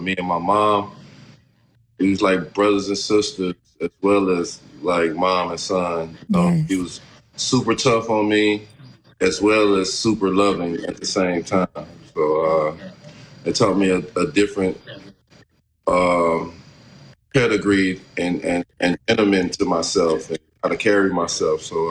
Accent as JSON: {"language": "English", "town": "East St. Louis", "region": "Illinois", "country": "United States", "tie": "born or raised there", "said": "I was a kid from East St. Louis that grew up."}